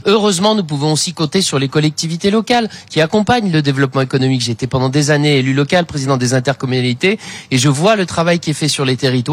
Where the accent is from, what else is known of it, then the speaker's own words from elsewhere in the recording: Chalon-sur-Saône, Bourgogne-Franche-Comté, France; Chez moi à Chalon-sur-Saône